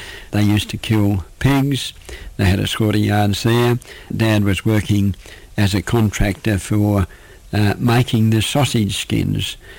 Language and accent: English; Bellingen, New South Wales, Australia; born there; I was born in Bellingen at a private hospital, Killarney, in William Street, Bellingen.